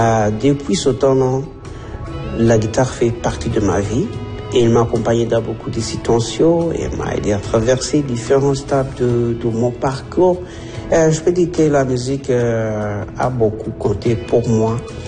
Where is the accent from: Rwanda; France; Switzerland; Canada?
Rwanda; je viens du Rwanda et je suis très heureux de participer au Festival François Square cette année.